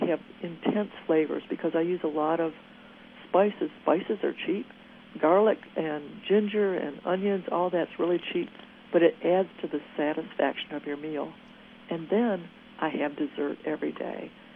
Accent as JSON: {"language": "English", "region": "Michigan", "country": "United States", "tie": "born or raised there", "moved": "yes", "said": "I'm from Michigan originally, and I grew up completely without any hot peppers."}